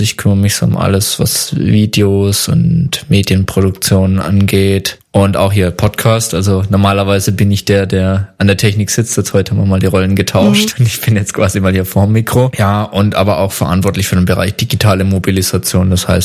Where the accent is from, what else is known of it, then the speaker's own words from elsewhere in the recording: Baden-Württemberg, Germany; Genau, komme ursprünglich aus der Nähe von Pforzheim, da bin ich geboren und aufgewachsen